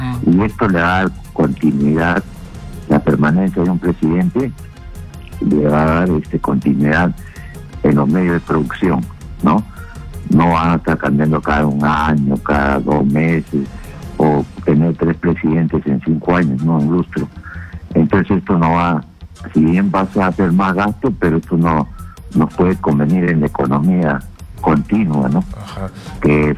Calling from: Lima, Peru

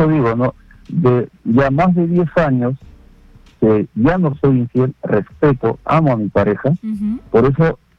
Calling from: Lima, Peru; Del RIMAC.

